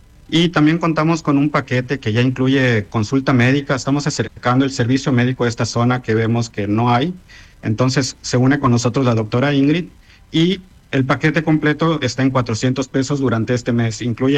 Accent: Chetumal, Quintana Roo, Mexico; Somos químicos de Chetumal, trabajando para ustedes, chetumaleños, de corazón.

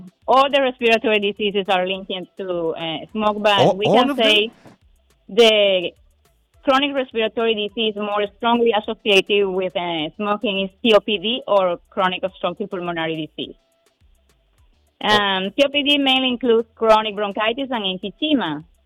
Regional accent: Cuba; English is a second language; moved away as an adult; now in Guyana; I am from Cuba.

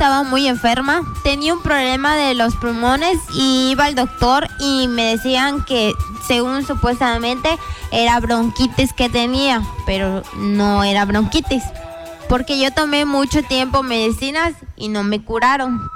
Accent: Felipe Carrillo Puerto, Quintana Roo, Mexico; Yo vengo de Carrillo Puerto.

